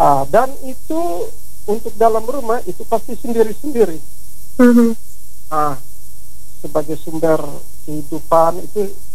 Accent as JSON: {"language": "Indonesian", "area": "Wolotopo", "region": "East Nusa Tenggara", "country": "Indonesia", "said": "itu filosofi kami orang Lio teristimewa di Wolotopo."}